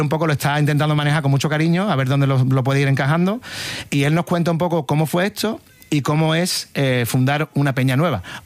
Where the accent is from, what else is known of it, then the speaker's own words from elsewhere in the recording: Jerez de la Frontera, Andalusia, Spain; Y dice, ¿tú de dónde eres, niño? Y digo, yo soy de Jerez.